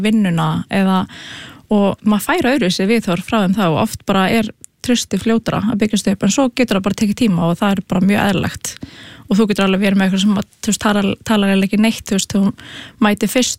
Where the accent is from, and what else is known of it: Breiðholt, Capital Region, Iceland; born or raised there